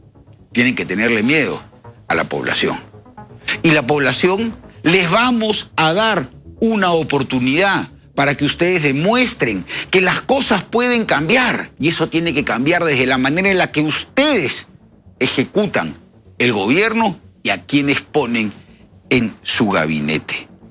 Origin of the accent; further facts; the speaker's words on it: Peru; los peruanos no somos enemigos del Estado